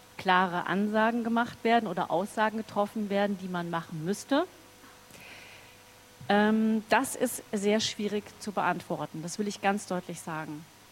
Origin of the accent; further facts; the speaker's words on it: Germany; dass wir als Deutsche eine historische Verantwortung haben.